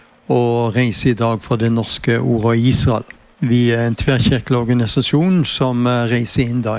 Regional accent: Spangereid, Agder, Norway; Jeg kommer fra Lindesnes, en bygd som heter Spangereid. Og I dag en mann som har passert de 70 godt og vel

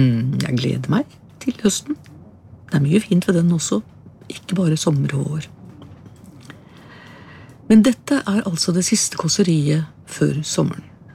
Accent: Hobøl, Østfold, Norway; born there; now in Våler, Norway; Hjemme i Hobble var den årvis i mai-juni, men i Våler har jeg ikke funnet den på flere år.

